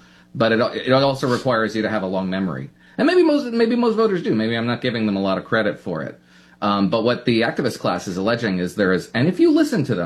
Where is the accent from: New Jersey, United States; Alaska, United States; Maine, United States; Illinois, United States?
New Jersey, United States; Newark; in my home state, Newark, New Jersey